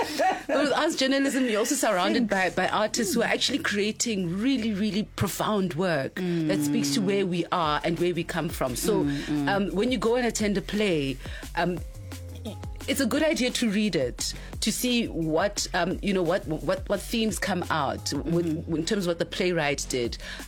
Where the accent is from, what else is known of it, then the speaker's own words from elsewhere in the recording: South Africa; No, I'm from South Africa. So I'm an arts journalist. Not entertainment, arts.